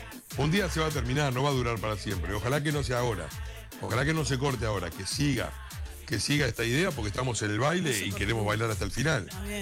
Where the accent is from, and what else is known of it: Argentina